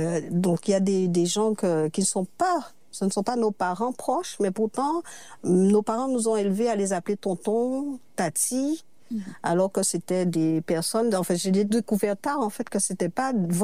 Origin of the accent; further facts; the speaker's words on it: Saint-François, Guadeloupe; born there; Je viens de la commune de Saint-François en Guadeloupe. Toute ma famille en fait y habite, hein. Nous sommes nés dans cette commune et mon père est né dans la commune du Moule, mais il a fait toute sa vie à Saint-François.